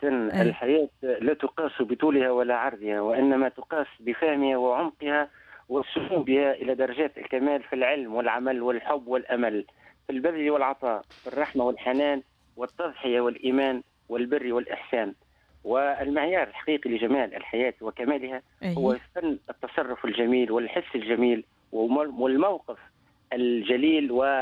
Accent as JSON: {"language": "Arabic", "country": "Tunisia", "said": "عندنا في تونس"}